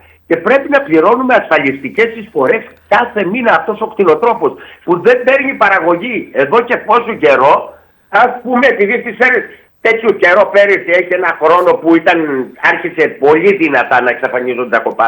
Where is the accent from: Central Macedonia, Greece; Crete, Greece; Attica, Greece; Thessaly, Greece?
Central Macedonia, Greece; Neos Skopos; Εγώ βλέπω εδώ στο χωριό μου, που ήταν ένα πολύ μεγάλο χωριό, γύρω στις 3.000.